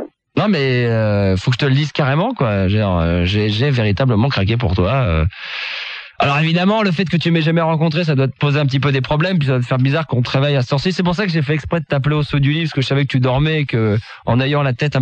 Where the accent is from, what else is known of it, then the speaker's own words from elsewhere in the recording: Paris, Île-de-France, France; now in Carpentras, France; Et voilà quoi, je suis de Paris à l'origine et là je traîne un peu sur Carpentras